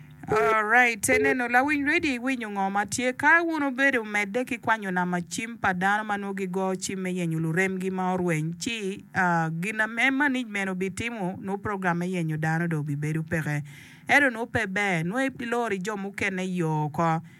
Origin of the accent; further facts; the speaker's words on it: Alero, Northern Region, Uganda; from Alero